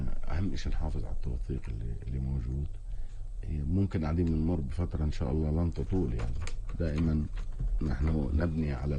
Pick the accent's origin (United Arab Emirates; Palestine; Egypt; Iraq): Palestine; احنا كفلسطينيين